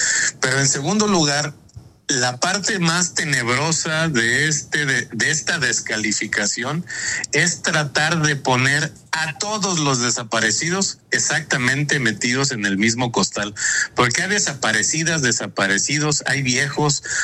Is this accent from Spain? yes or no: no; Mexico; a mí francamente sí me hizo sentir, digamos que mal como mexicano